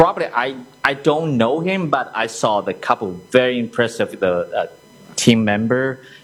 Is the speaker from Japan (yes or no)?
no; China; English is a second language; now in Rochester, United States; I'm from China.